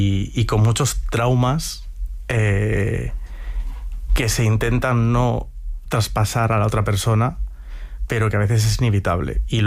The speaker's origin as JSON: {"language": "Spanish", "town": "Ourense", "region": "Galicia", "country": "Spain", "tie": "born or raised there", "said": "Entonces, a mí me daba miedo Ourense. Me daba miedo eso, esa vuelta a mi ciudad natal"}